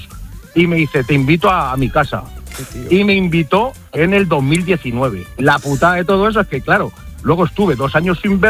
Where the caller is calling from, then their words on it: Cuenca, Castilla-La Mancha, Spain; Pues yo soy de Cuenca